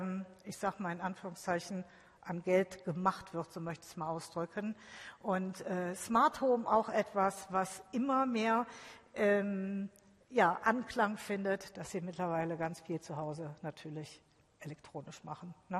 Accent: Düsseldorf, North Rhine-Westphalia, Germany; Also ich komme ja aus Düsseldorf und da kann ich Ihnen sagen, ganz klar sagen Ihnen die Leute, dafür werden wir nicht bezahlt.

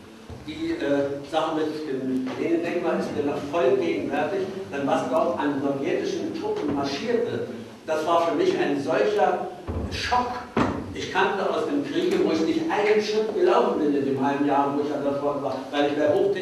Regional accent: Königsberg, Kaliningrad Oblast, Russia; Ich habe 1943 in Königsberg, meiner Heimatstadt, das Abitur gemacht, war auch noch an der Albertina-Universität meiner Vaterstadt eingeschrieben

